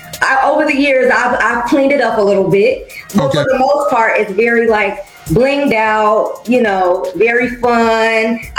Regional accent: Chicago, Illinois, United States; Favorite food, I'm from Chicago.

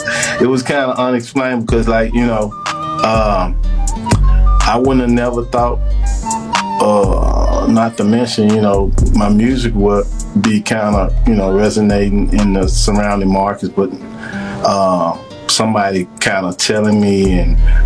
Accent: Memphis, Tennessee, United States; I was raised in North Memphis, and coming up in North Memphis, I didn't even know it was a big world out there

